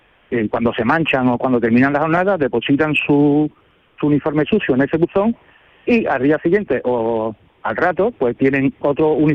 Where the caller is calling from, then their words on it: Seville, Andalusia, Spain; estoy en el Hospital Virgen de Rocío de Sevilla.